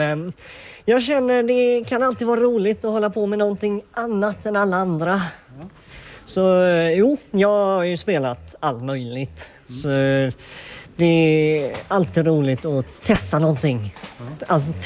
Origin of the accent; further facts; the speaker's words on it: Falkenberg, Halland County, Sweden; jag är ju från Falkenberg